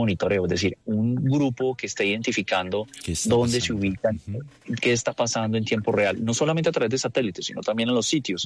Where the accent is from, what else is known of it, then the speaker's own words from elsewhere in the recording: Colombia; Créanme que como colombianos deberíamos sentirnos orgullosos